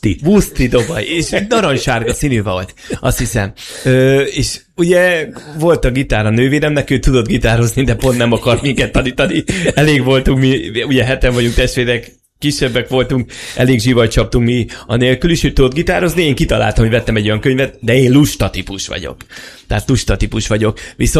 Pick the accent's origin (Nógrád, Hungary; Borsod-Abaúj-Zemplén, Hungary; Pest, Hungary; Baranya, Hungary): Borsod-Abaúj-Zemplén, Hungary; Miskolc; Én miskolci vagyok